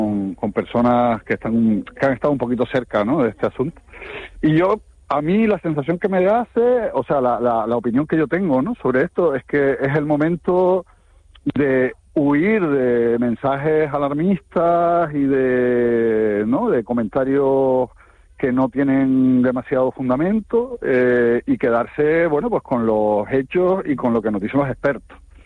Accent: Canary Islands, Spain; yo como canario

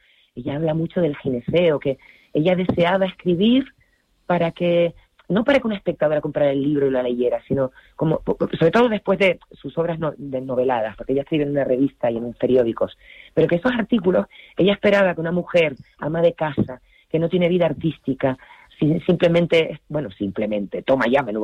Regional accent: Las Palmas, Canary Islands, Spain; yo soy de Gran Canaria, yo soy de Las Palmas.

